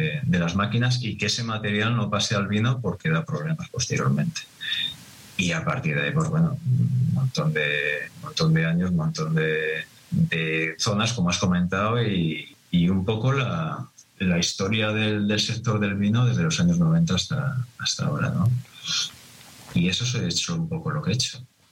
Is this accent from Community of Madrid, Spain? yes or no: yes; Madrid, Community of Madrid, Spain; born there; moved away; Yo recuerdo cuando empecé en Madrid. O yo nací en Madrid, no tengo acento cordobés, lógicamente, como podéis observar. Yo empecé trabajando en Madrid, pues eso, en los años 90, un poquito antes.